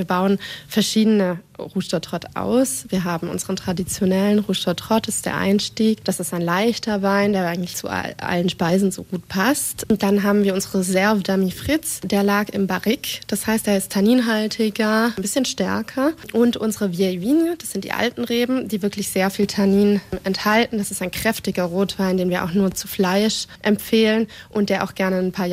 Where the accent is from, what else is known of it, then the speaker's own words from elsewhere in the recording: Germany; Und zwar habe ich nach dem Abitur in Deutschland, ich komme ja aus Deutschland, war ich mir nicht ganz sicher, ob ich Weinbau studieren möchte